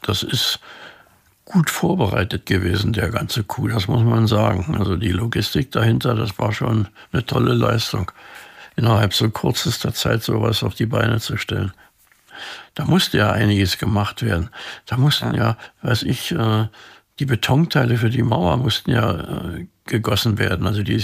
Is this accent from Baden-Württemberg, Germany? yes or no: no; Berlin, Germany; born or raised there